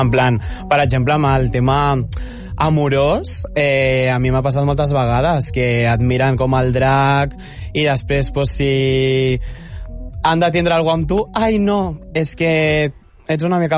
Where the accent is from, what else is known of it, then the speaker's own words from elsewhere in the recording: Tarragona, Catalonia, Spain; la majoria després sí que som de Tarragona